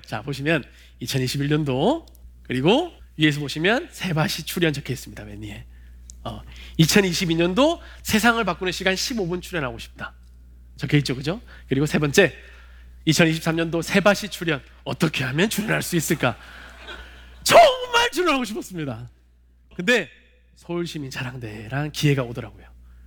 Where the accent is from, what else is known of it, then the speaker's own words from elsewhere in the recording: Busan, South Korea; born there; 저는 참고로 부산시에서 태어났었습니다. 처음에는.